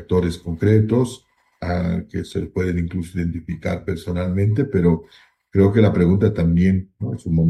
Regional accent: Bolivia; qué estamos haciendo como bolivianos desde la responsabilidad que tenemos

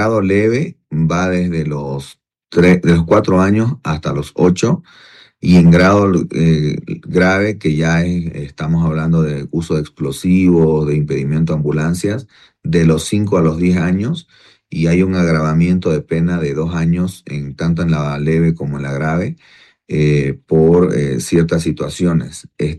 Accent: Bolivia; nuestra cultura como bolivianos

